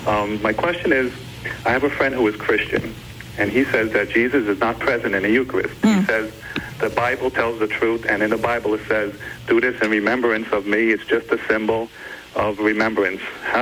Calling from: New York City, New York, United States; New York City.

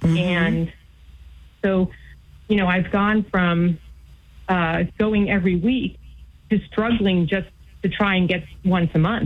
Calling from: Virginia, United States

